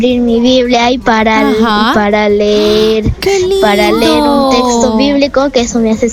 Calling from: Huánuco, Peru; Y le mando este audio desde Huánuco.

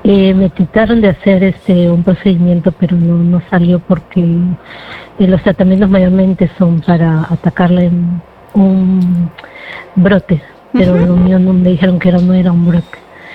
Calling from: Callao, Peru; Desde Oquendo, Callao.

